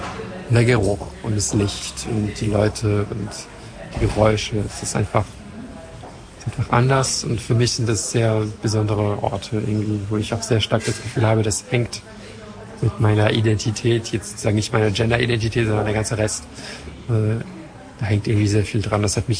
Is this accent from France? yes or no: yes; France; German is a second language; now in Germany; ich war halt letzten Monat in Frankreich, in Urlaub bei meinen Eltern, weil ich komme ja aus Frankreich ursprünglich.